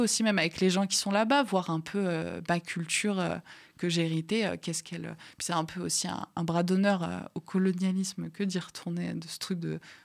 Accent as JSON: {"language": "French", "country": "France", "tie": "born or raised there", "said": "quand on a grandi en France"}